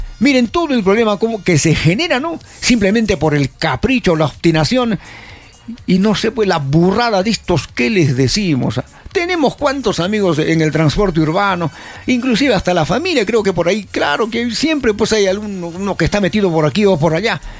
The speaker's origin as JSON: {"language": "Spanish", "region": "Arequipa", "country": "Peru", "said": "como buenos arequipeños que somos"}